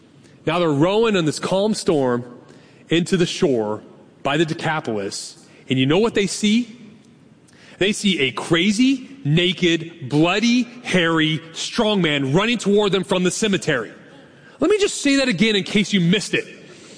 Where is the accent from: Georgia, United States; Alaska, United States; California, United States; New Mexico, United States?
California, United States; Carmichael; I actually grew up and am from Carmichael. But I learned very quickly at Biola, when I said I was from Carmichael, nobody knew what I meant.